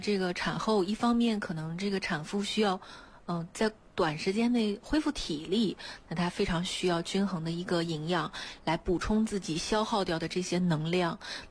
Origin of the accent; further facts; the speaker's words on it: China; 我们中国人